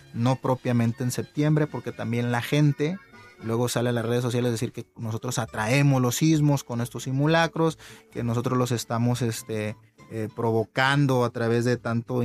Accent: Mexico; creo que como mexicanos tuvimos acceso muy rápidamente a la información, a videos, a testimonios de la gente

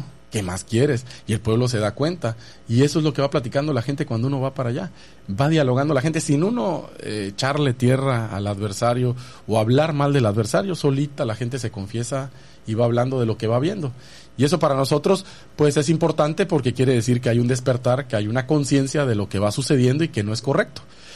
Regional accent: Ciudad del Carmen, Campeche, Mexico; also born or lived in Mexico City; Yo estudié en la Ciudad de México y cuando me presentaba y decía, vengo de Campeche, ¿y de dónde? De Ciudad del Carmen

